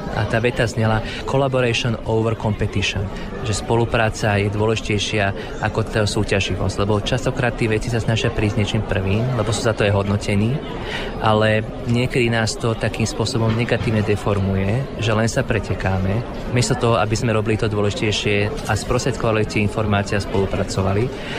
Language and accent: Slovak; Trnava, Trnava Region, Slovakia; Nechcem predbiehať, ale sú to v okolnosti v mojom rodnom meste Trnave.